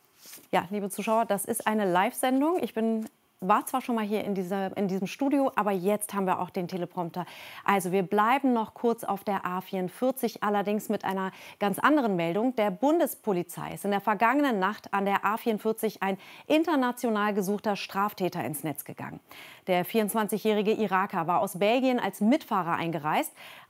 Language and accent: German; Rhineland, Germany; mir als Rheinländerin wird bei kölscher Musik ja sofort warm ums Herz.